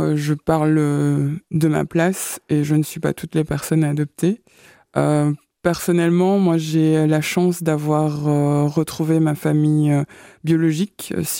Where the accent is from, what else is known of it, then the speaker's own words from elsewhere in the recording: Goma, North Kivu, DR Congo; Moi, je viens de la région de Goma, donc comme beaucoup de personnes le savent, je pense, qui est en guerre civile depuis plus de 30 ans